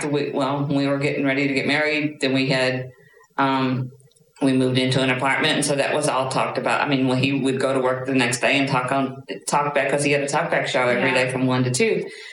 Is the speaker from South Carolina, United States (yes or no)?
no; Missouri, United States; born there; also born or lived in Memphis, Tennessee; No, I was born down in Missouri.